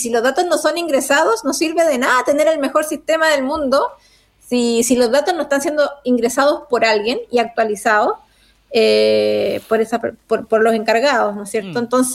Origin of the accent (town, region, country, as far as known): Chile